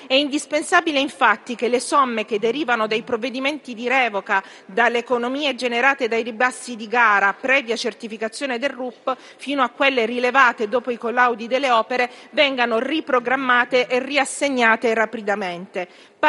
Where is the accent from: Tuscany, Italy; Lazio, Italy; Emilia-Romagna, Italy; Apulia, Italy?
Apulia, Italy; Taranto; la mia terra.